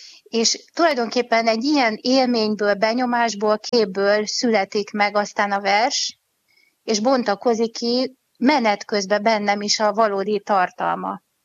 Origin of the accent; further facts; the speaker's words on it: Pécs, Baranya, Hungary; now in Budapest, Hungary; Tehát pécsi születésű vagyok, és egy zenés családba születtem.